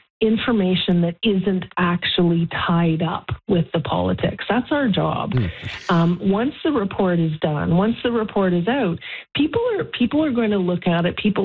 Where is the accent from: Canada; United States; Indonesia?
Canada; I'm proudly Canadian